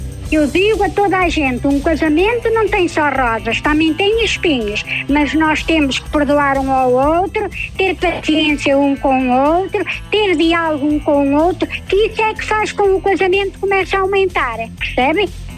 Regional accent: Vale de Cambra, Aveiro, Portugal; Valdecambra, gosto que é a minha terra, assim, e fui sempre aqui, não é?

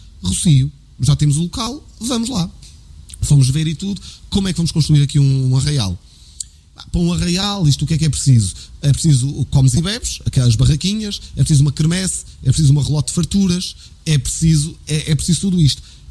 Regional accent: Abrantes, Centro, Portugal; now in Lisbon, Portugal; porque é mesmo, são as minhas origens e tenho sempre uma ligação, apesar de viver em Lisboa, tenho uma ligação sempre muito forte à minha terra.

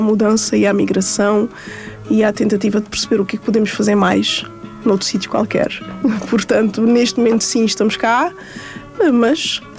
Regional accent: Cape Verde; nós crescemos, em minha casa, em Cabo Verde, nós crescemos com uma ligação muito forte à música e à cultura, não só cabo-verdiana e guineense, mas também brasileira.

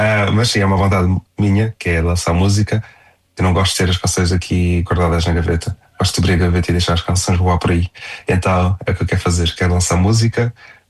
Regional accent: Faro, Portugal; passei a minha infância no Algarve. É Faro.

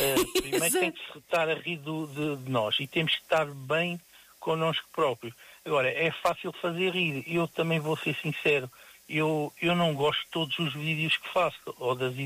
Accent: Odivelas, Lisbon, Portugal; eu sou de Odivelas.

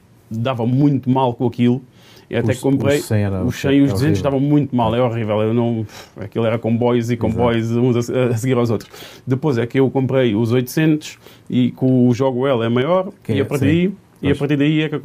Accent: Moita, Setúbal, Portugal; Sou da Margem Sul, sou da Moita.

